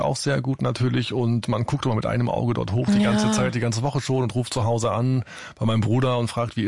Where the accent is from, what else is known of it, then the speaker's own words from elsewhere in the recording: Mecklenburg-Vorpommern, Germany; moved away; Ich komme ja vom Müritz Nationalpark und tatsächlich ist mein Dorf, aus dem ich komme, genau mehr oder weniger daneben.